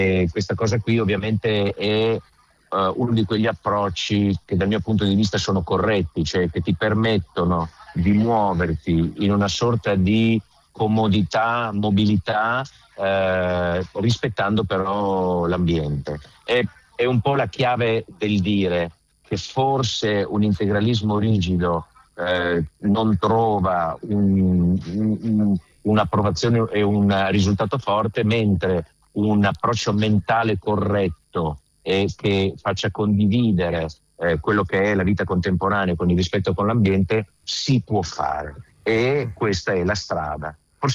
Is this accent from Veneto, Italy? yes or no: no; Trieste, Friuli-Venezia Giulia, Italy; moved away as an adult; now in Milan, Italy; Io sono triestino, nato sull'acqua, cresciuto sull'acqua e vissuto sull'acqua. Poi, per ragioni professionali, sono finito a Milano e il mare per me è l'ambiente più naturale che esista.